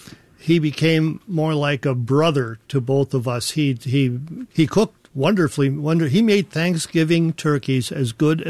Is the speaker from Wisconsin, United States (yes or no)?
yes; Rubicon, Wisconsin, United States; moved away; I'm just from Rubicon